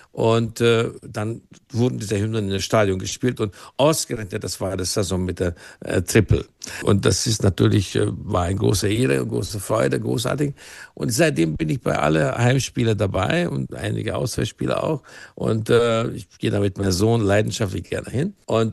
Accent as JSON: {"language": "German", "region": "Bavaria", "country": "Germany", "said": "Ich bin halt Bayer und ich bin hier zu Hause, das ist mein Verein."}